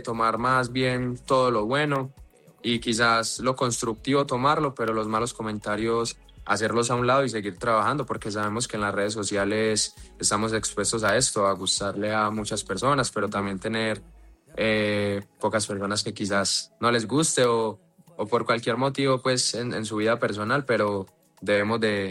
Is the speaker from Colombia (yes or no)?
yes; Medellín, Antioquia, Colombia; born there; Medellín para mí representa mi tierra, mi gente, donde nacimos